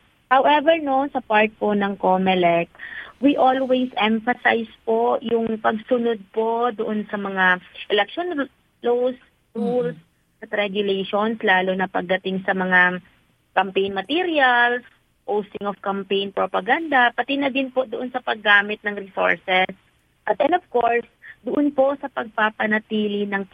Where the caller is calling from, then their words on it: Marawi, Bangsamoro, Philippines; Dito po sa Marawi, kapag umaga, maayos po yung panahon.